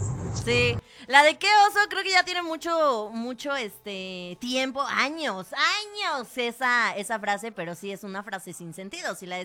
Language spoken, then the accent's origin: Spanish; Mexico; ¿Cómo somos los mexicanos, verdad?